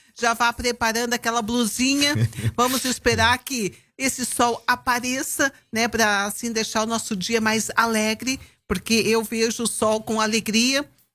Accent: Brazil

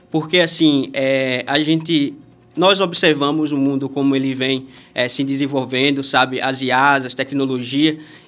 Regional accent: Sergipe, Brazil; moved away as an adult; also born or lived in Estância; né, tenho 25 anos, sou nascido em Estância, mas cresci em Ubaúba, né, lá fiquei até os meus 21 anos.

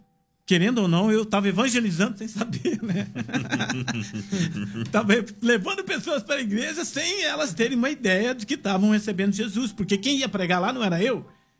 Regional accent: Brazil

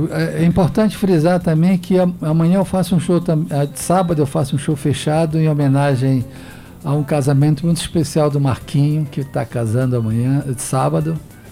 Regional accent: Amazon, Brazil; accent: Amazonian; ele tem um sotaque nosso.

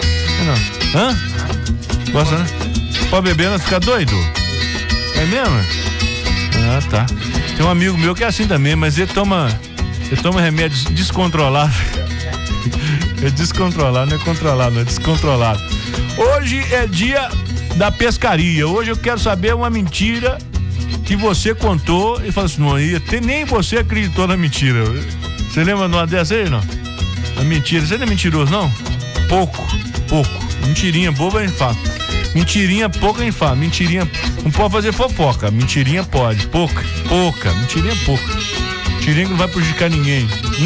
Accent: Ponte Nova, Minas Gerais, Brazil; born there; Lá em Ponte Nova, onde eu nasci

